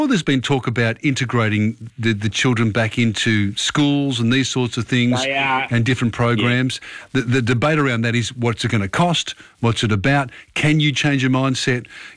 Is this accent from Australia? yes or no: yes; Australia; We're Australian